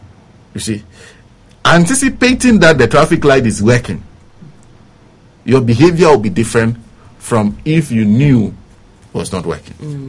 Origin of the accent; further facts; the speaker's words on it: Sogakope, Volta, Ghana; you are coming from my hometown of Sogakope.